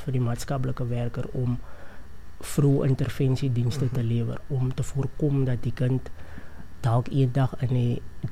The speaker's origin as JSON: {"language": "Afrikaans", "town": "Oudtshoorn", "region": "Western Cape", "country": "South Africa", "moved": "as an adult", "lives_now": "Knysna, South Africa", "said": "Ek is oorspronkelijk van Oudtshoorn, van die Hoorn, as ek het so kan sê. Ek het nou so 7 of sê maar 10 maande terug, het ek myself bevind in Nysna."}